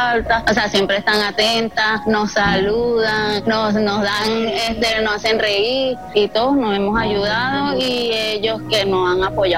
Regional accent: La Guaira, Venezuela; Soy de aquí de Maredó, de los edificios que colapsaron el 24 de junio con el terremoto.

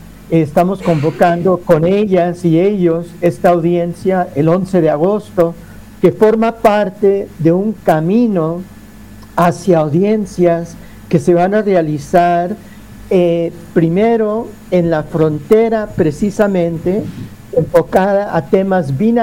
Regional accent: Colombia; moved away; also born or lived in United States; Les hablo precisamente desde la Ciudad de México, que es sede del tribunal. Soy jurista de origen colombiano, pero que he residido muchos años en Estados Unidos.

